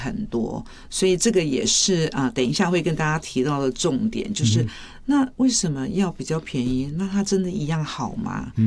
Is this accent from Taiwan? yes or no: yes; Taiwan; 就是我们台湾人讲一句话叫做“贵也卡喝”